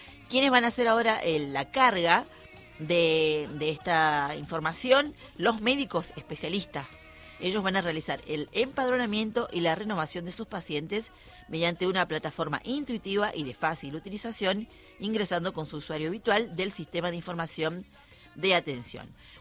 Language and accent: Spanish; Argentina; Somos los argentinos los que recibimos al Papa León.